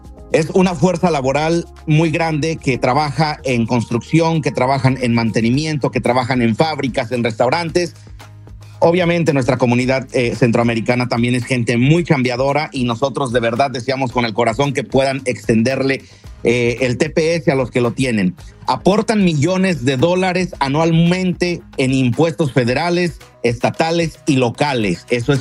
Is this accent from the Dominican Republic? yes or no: no; Mexico; a mí como buen mexicano tiene que ser una algarabía.